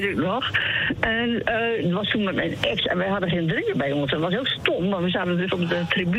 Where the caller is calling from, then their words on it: Assen, Drenthe, Netherlands; Ik ben uit Assen.